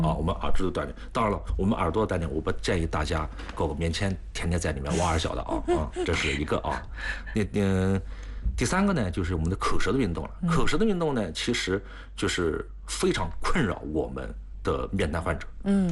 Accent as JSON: {"language": "Chinese", "country": "China", "said": "我们中国人民"}